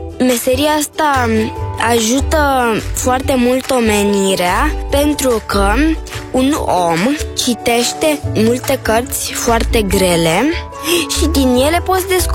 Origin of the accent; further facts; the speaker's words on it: Bucharest, Romania; din București și am 8 ani.